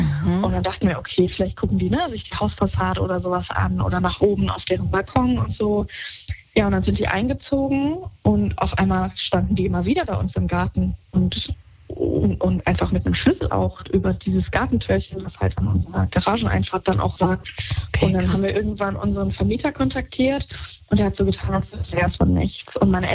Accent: Hesse, Germany; Ich komme ursprünglich aus dem Taunus und da haben wir in einem Zweifamilienhaus gelebt. Mein Kindheitshaus quasi. Also ich bin da aufgewachsen.

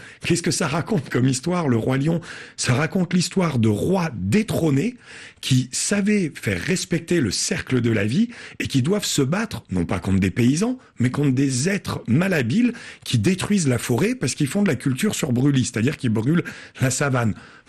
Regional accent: France; Moi, je suis originaire des Cévennes.

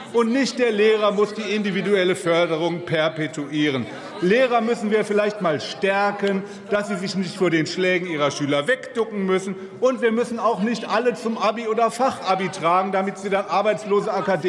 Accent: North Rhine-Westphalia, Germany; In meinem Heimatland, Bundesland NRW, jetzt Lesezeit, sind wir mal gespannt

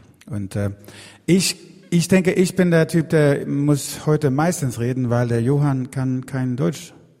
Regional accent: Sweden; German is a second language; Und auch eigentlich nicht in Schwedisch, weil mein Dialekt ist so scheiße, das kann niemand verstehen.

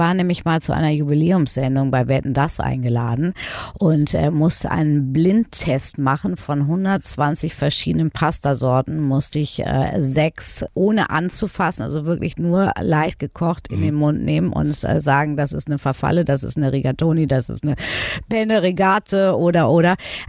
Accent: Hamburg, Germany; Vielleicht ist das auch natürlich meine Heimat Hamburg. Wir sind am Wasser.

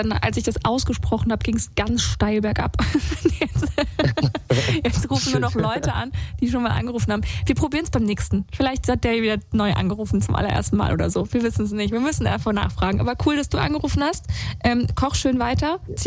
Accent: Saarland, Germany; moved away as an adult; also born or lived in Austria / Croatia; now in Berlin, Germany; Und ich komme nicht aus Berlin, also ich komme eigentlich aus dem Saarland, da so ganz JWD.

